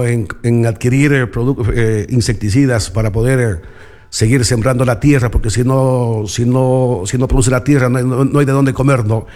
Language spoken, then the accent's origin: Spanish; Loja, Ecuador; acá en Ecuador y en Loja, mi tierra linda